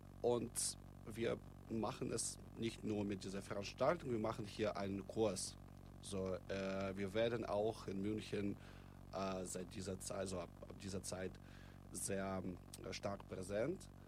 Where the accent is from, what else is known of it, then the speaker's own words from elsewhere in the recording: Moscow, Russia; moved away as an adult; now in Munich, Germany; Ich bin 1995 in Russland, in Moskau geboren und 2019 nach Deutschland gezogen.